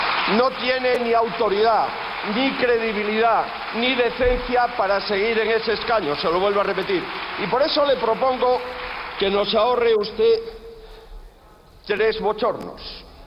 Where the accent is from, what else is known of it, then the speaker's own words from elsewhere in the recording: Spain; Aquí las únicas víctimas del gobierno corrupto como el suyo somos los españoles.